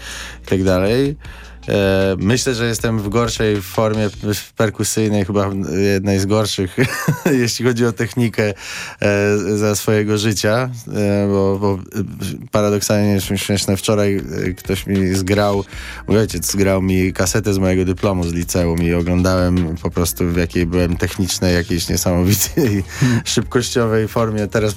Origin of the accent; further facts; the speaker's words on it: Bydgoszcz, Kuyavian-Pomeranian Voivodeship, Poland; born there; w klubie, w którym się wychowywałem, czyli w Mózgu. Bydgoszcz